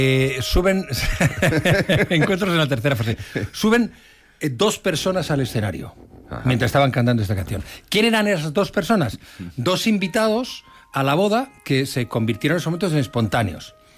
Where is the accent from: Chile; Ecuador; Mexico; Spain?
Spain; Medina del Campo, Castile and León; Oye, yo soy de Medina, que le conoce del cole.